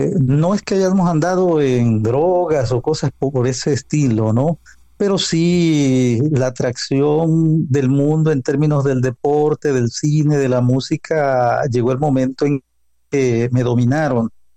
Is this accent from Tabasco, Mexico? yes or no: yes; Tabasco, Mexico; Soy del sureste de México. El estado se llama Tabasco. Por cierto, un estado muy caluroso